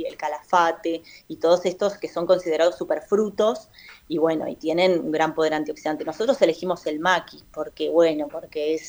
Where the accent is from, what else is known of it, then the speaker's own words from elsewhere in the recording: El Bolsón, Río Negro, Argentina; Yo soy nacida y criada acá en el Bolsón. Yo estoy ahora acá en el Bolsón, en la Patagonia.